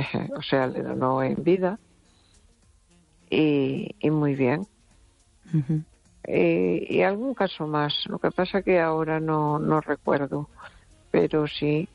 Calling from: A Coruña, Galicia, Spain; de Coruña

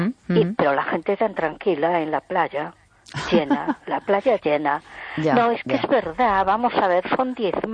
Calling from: A Coruña, Galicia, Spain; de Coruña.

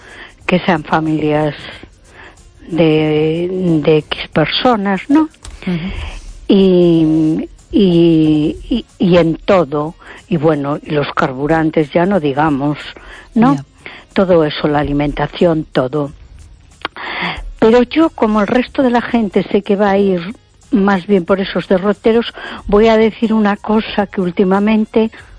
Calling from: A Coruña, Galicia, Spain; de Coruña.

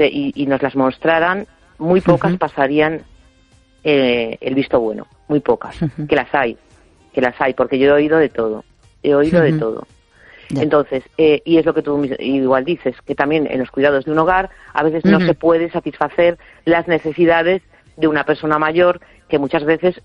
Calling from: A Coruña, Galicia, Spain; de La Coruña.

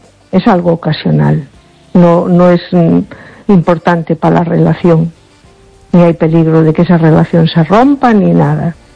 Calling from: A Coruña, Galicia, Spain; de Coruña.

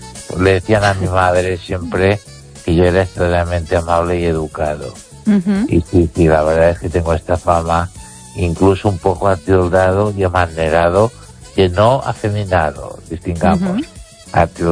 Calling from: Valencia, Valencian Community, Spain; de Valencia.

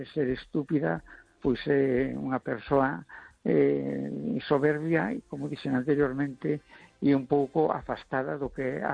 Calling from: A Coruña, Galicia, Spain; de La Coruña.

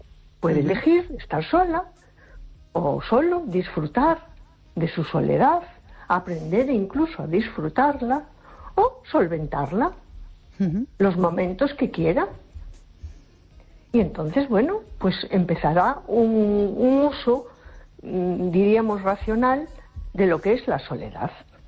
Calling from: A Coruña, Galicia, Spain; de Coruña.

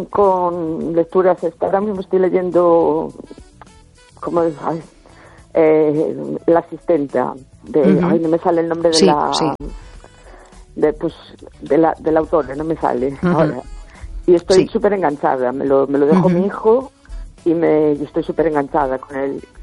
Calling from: A Coruña, Galicia, Spain; de La Coruña.

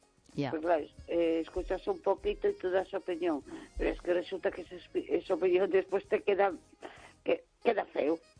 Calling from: A Coruña, Galicia, Spain; de Coruña.

